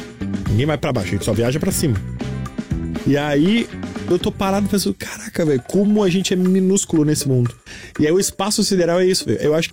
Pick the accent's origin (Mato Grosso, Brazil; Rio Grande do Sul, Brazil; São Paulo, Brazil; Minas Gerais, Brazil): Rio Grande do Sul, Brazil; É que a gente é gaúcho, a gente tá acostumado.